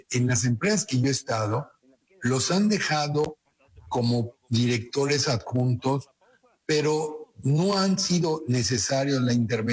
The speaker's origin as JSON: {"language": "Spanish", "country": "Mexico", "said": "a mí como mexicano, como empresario mexicano"}